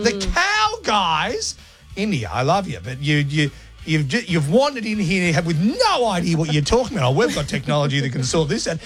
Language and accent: English; Australia; Am I proud as an Australian